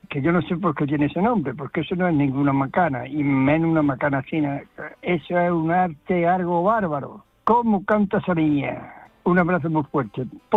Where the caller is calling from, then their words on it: Guadix, Andalusia, Spain; de Guadix.